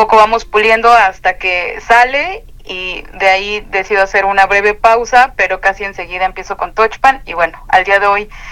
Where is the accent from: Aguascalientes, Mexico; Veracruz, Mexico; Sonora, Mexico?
Veracruz, Mexico; also born or lived in Puebla; now in Mérida, Mexico; yo estoy en Mérida, soy okay. de Veracruz, pero vivo en Mérida.